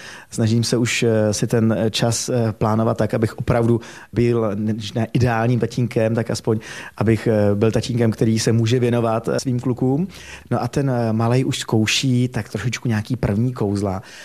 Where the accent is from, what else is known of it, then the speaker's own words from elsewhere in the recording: Hořice, Hradec Králové Region, Czechia; moved away as an adult; No tak když jsem potom z Hořic, z Gimplu šel do Prahy na vejšku